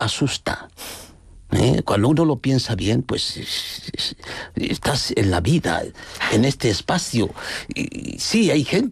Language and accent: Spanish; Equatorial Guinea; Somos africanos